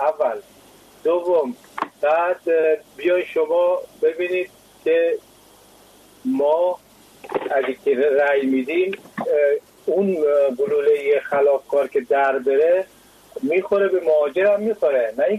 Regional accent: Afghanistan; من از همزبانه همسایتون از افغانستان هستم.

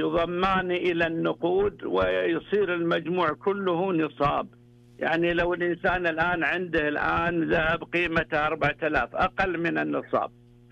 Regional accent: Najd, Saudi Arabia; مثل الآن عندنا في نجد أغلب الوصايا ضحايا، ضحوا عني ضحوا عني.

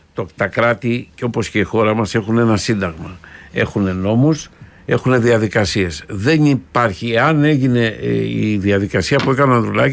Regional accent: Patras, Western Greece, Greece; γιατί επαρχιώτης είμαι εγώ, από την Πάτρα.

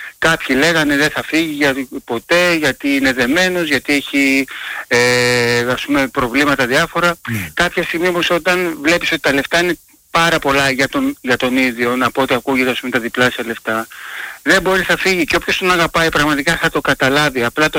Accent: Greece; από Κάλινο, μιλάμε πρώτη φορά.

